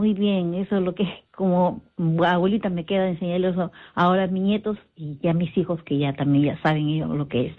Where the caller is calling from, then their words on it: Ventanilla, Callao, Peru; de Ventanilla, acá de mi Perú